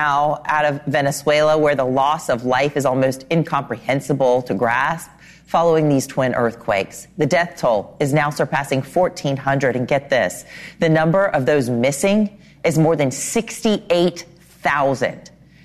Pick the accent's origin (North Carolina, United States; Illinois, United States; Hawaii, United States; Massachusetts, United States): North Carolina, United States; I'm from North Carolina